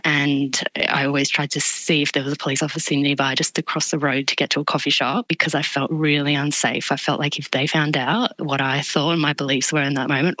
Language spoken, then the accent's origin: English; Australia; we both come from varied cultural backgrounds. I'm Greek Australian myself, and something that I'm very proud of.